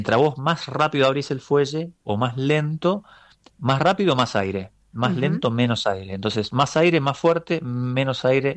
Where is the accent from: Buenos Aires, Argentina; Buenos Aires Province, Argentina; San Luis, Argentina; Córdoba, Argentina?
Córdoba, Argentina; Río Tercero; born there; en la ciudad donde yo nací, que es Río Tercero, en la provincia de Córdoba